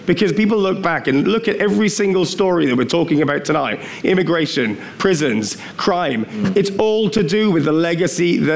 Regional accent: Scotland, United Kingdom; I'm from Scotland

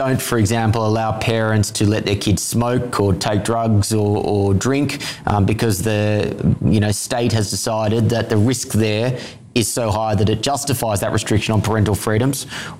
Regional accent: Australia; moved away; my home country of Australia

